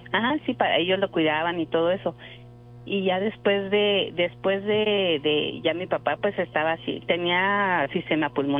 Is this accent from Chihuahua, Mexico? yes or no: yes; Chihuahua, Mexico; nosotros somos de Chihuahua